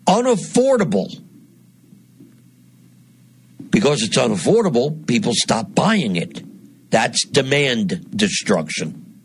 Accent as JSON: {"language": "English", "region": "New Jersey", "country": "United States", "tie": "born there", "moved": "yes", "lives_now": "Northeast Pennsylvania, United States", "said": "my home state of New Jersey"}